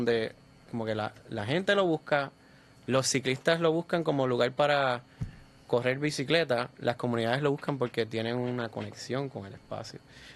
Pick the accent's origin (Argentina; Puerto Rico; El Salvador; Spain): Puerto Rico; Vega Alta; yo me crié en Vega Alta, cerca de la playa, Cerro Gordo.